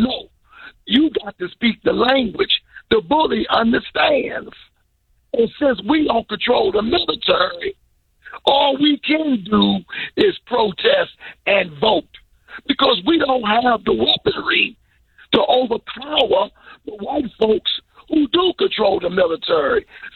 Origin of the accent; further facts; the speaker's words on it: Washington, District of Columbia, United States; I work on Capitol Hill. I live on Capitol Hill. Born and raised in the District of Columbia.